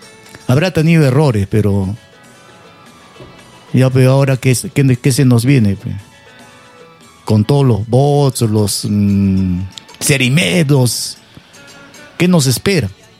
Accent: Peru; Pero nosotros somos emotivos, los peruanos.

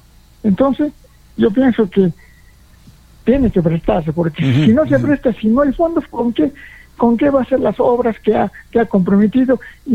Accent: Peru; Tuve un teléfono, como buenos peruanos.

